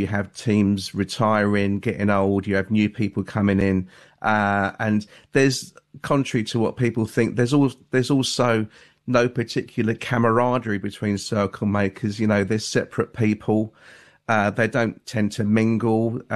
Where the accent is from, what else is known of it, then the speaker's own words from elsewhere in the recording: England, United Kingdom; That made me feel really at home as an Englishman.